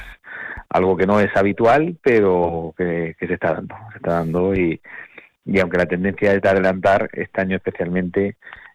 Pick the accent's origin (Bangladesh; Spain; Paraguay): Spain; Villarrubia de los Ojos, Castilla-La Mancha; Sí, nosotros somos de Villarrubia los que antes comenzamos